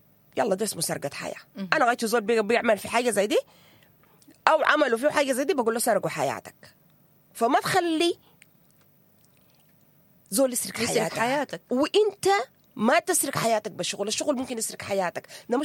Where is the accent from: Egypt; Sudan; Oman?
Sudan; نحن يا إيناس تخيل لي كده كسودانيين